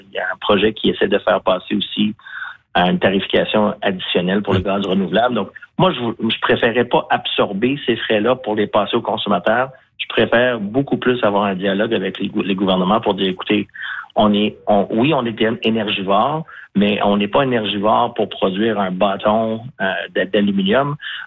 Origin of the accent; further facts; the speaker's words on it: Sainte-Croix, Quebec, Canada; je salue tous les gens de la Grande Capitale, ma ville natale de Sainte-Croix. Oh. Je suis très rattaché.